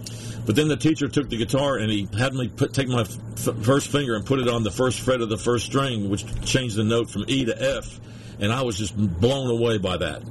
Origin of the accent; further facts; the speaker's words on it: New Jersey, United States; she moved to New Jersey in the late 40s and met my dad. So in 1953, I was born in New Jersey. So I have a good taste of a lot of experience with living in the North and living in the South. So I'm kind of a product of both cultures.